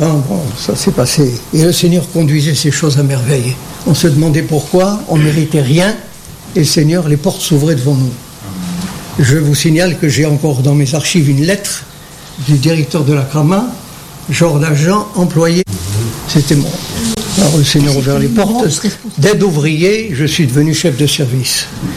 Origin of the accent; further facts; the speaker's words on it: Algeria; moved away as an adult; now in France; Je suis d'Algérie.